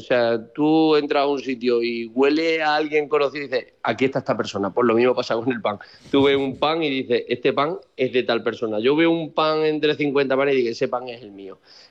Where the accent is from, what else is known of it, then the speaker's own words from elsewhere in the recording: Almadén, Castilla-La Mancha, Spain; yo como ya te he dicho, soy joven, vengo de la tercera generación, pero yo siempre estoy por quedarme en mi pueblo